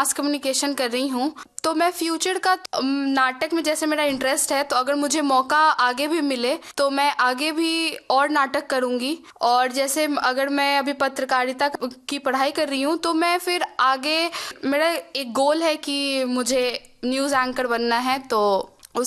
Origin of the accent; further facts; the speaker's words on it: Madhubani, Bihar, India; first language Maithili; Hindi is a second language; मैं मिथिलांचल से हूँ, मधुबनी